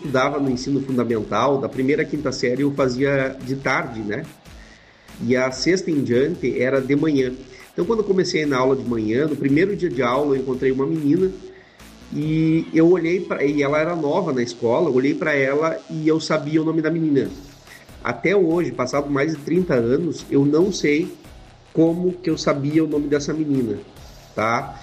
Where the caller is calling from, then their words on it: Rio Grande do Sul, Brazil; Aqui, falo do Rio Grande do Sul